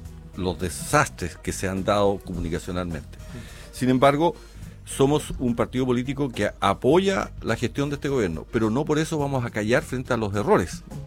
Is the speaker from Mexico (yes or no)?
no; Chile; Somos todos chilenos aquí.